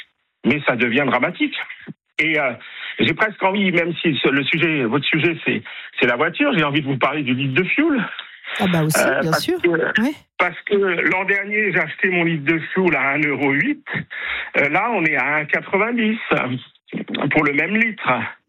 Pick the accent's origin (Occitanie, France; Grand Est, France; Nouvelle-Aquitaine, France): Grand Est, France; Je suis alsacien, j'ai toujours pas digéré la fermeture de la centrale de Fessenheim.